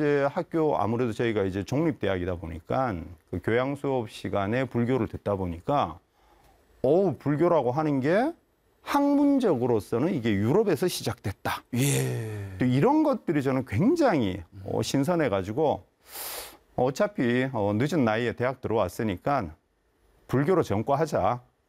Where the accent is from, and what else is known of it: Yeongju, North Gyeongsang, South Korea; born or raised there